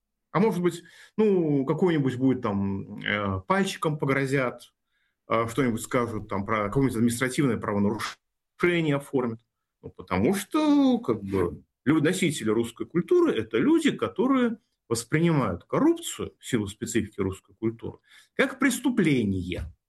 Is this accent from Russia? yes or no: yes; Russia; мы с вами, как граждане России, коренные